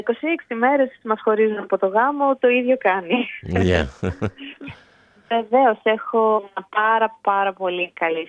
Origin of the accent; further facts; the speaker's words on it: Greece; now in Australia; Ελληνίδα ποτέ δεν θα πάψω να αισθάνομαι, ακόμα και αν αποκτήσω την αυστραλέζικη υπηκότητα, πάντα θα είμαι Ελληνίδα, μέχρι να πεθάνω.